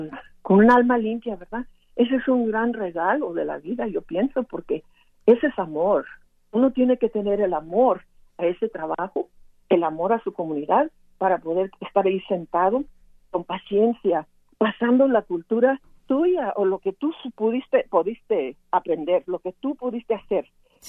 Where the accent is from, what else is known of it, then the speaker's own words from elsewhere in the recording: Raleigh, North Carolina, United States; porque español era mi primer idioma allá en Raleigh